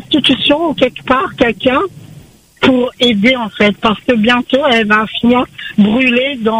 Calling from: Saint-Leu, Réunion; J'habite à Saint-Leu.

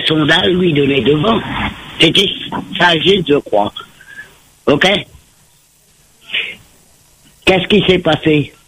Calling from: Réunion; En tant que réunionnais, je déplore votre attitude

